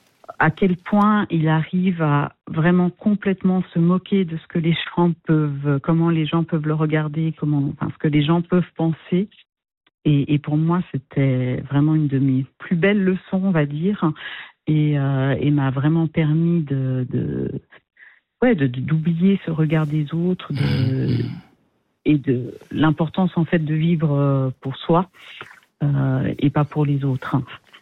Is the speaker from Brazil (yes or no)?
no; Thailand; moved away; j'ai passé mon enfance en Thaïlande.